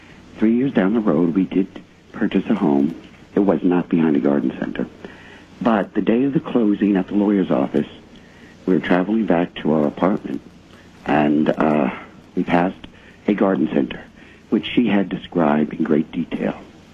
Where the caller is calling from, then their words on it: New Jersey, United States; I'm calling from New Jersey.